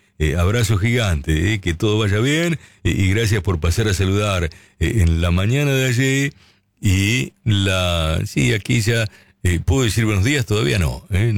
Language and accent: Spanish; Argentina; como somos nosotros los argentinos